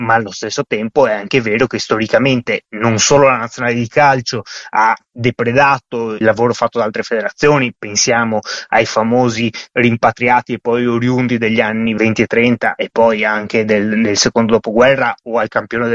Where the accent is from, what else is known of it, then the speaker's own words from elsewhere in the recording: Venice, Veneto, Italy; now in Bologna, Italy; io mi sento bolognese veneziano perché sono cresciuto a Venezia e vivo a Bologna